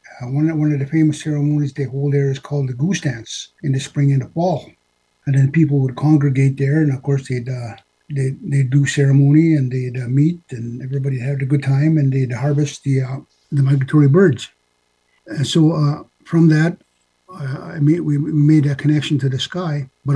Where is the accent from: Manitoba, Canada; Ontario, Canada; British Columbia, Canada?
Manitoba, Canada; I'm from the Paskaya Cree Nation on the banks of the Saskatchewan River in mid-central Manitoba. I'm originally coming to you today from Winnipeg, Manitoba.